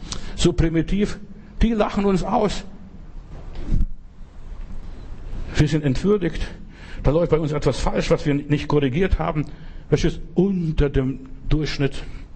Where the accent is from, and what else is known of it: Germany